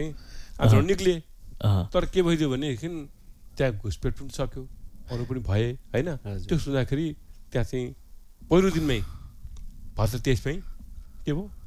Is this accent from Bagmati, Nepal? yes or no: yes; Kathmandu, Bagmati, Nepal; म नेपालको काठमाडौँको पनि बानेश्वर 10